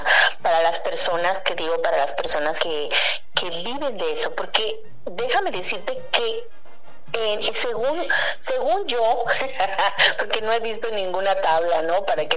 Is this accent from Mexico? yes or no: yes; Mexico; su gente de México es muy cálida, es muy apapachadora, somos buenas personas.